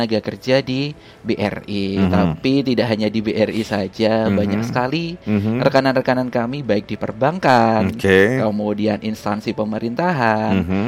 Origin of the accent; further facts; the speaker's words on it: Surabaya, East Java, Indonesia; Kalau kami dari Surabaya.